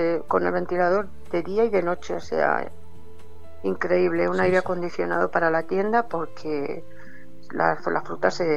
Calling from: Salamanca, Castile and León, Spain

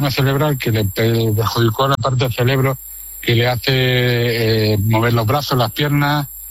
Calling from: Tarragona, Catalonia, Spain; Yo vivo en Tarragona.

